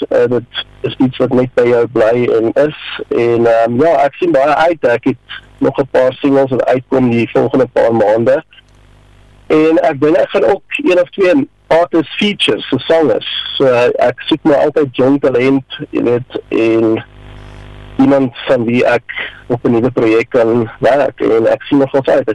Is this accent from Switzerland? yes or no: yes; Switzerland; Afrikaans is a second language; now in South Africa; ek is gebore in Switserland, het daar groot geword, en toe emigreer ons Suid-Afrika toe, en lang story kort, het ek maar Afrikaanse vrou leer ken, en maar sy het niks Engels gepraat nie, so ek moes maar vinnig Afrikaans leer.